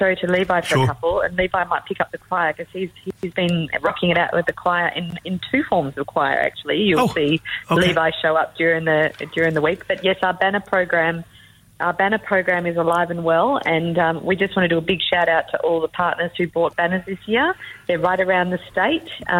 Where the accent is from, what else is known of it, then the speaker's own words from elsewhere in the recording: Kalamunda, Western Australia, Australia; I grew up in Kalamunda, up in the Black Hills, and I was, you know, my backyard was a 5,000-acre national park